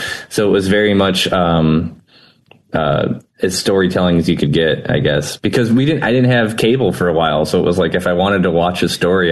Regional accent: Durand, Illinois, United States; I grew up in a small town called Durand, Illinois. It's just outside of Rockford, primarily a farm town. And it's just kind of out in the middle of nowhere

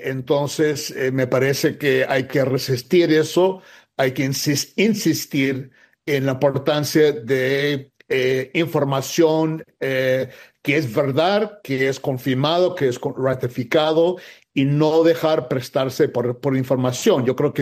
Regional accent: United States; cuando yo crecí en Estados Unidos

